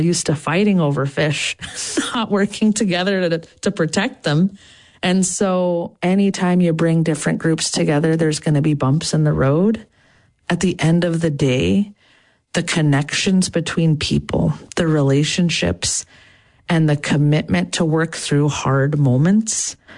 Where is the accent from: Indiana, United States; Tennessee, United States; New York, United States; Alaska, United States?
Alaska, United States; Clark's Point; born or raised there